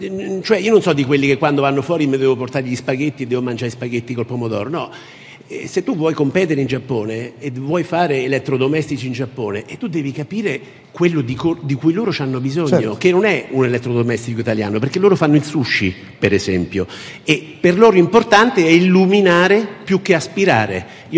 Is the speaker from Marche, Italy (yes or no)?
yes; Fabriano, Marche, Italy; io vengo da Fabriano, la provincia